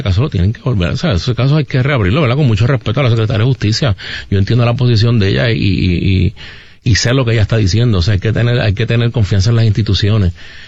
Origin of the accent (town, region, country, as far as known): Puerto Rico